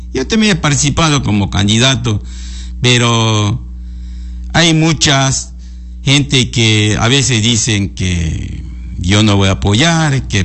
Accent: Morona Santiago, Ecuador; Spanish is a second language; con mi pueblo de Morona Santiago.

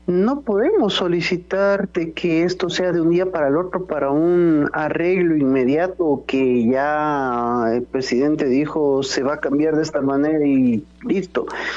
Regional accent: Ecuador; qué es lo que nosotros estamos aportando como ecuatorianos al país.

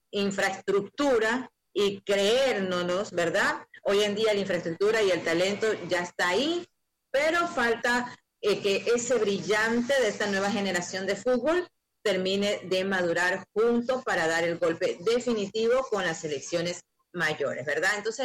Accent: Ecuador

